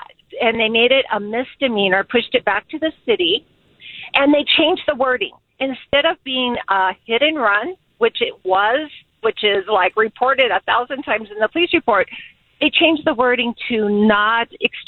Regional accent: Arizona, United States; now in El Dorado Hills, United States; Because I'm from Arizona, born and raised. I moved to El Dorado Hills about 14 years ago

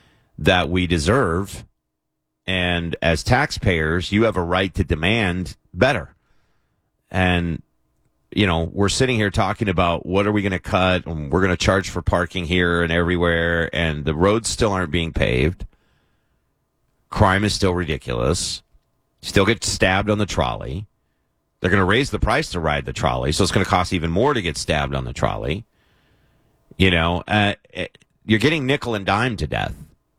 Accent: Kentucky, United States; now in San Diego, United States; I'm from Kentucky

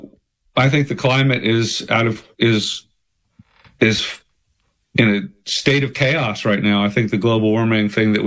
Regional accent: Pennsylvania, United States; No, I'm originally from Pennsylvania.

